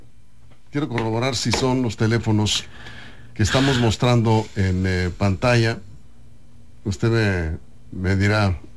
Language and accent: Spanish; Sinaloa, Mexico